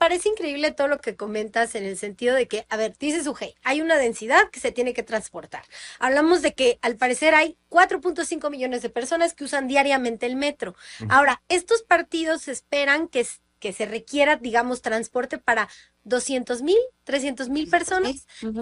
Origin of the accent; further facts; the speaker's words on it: Mexico; así somos los mexicanos